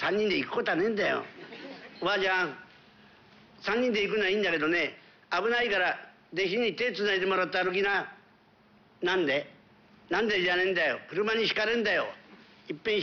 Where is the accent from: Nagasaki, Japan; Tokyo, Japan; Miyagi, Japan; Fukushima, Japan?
Tokyo, Japan; 私と同じ本物の江戸っ子だから